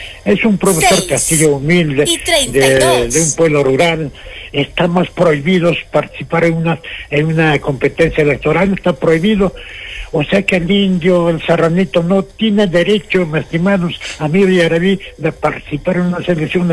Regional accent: Peru; nosotros que somos netamente peruanos

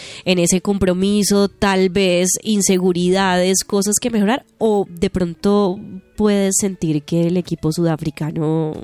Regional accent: Colombia

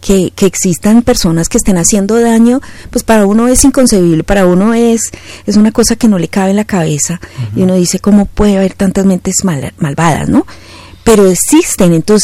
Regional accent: Colombia; como colombianos es nuestro deber, ¿no, Víctor?, como creyentes

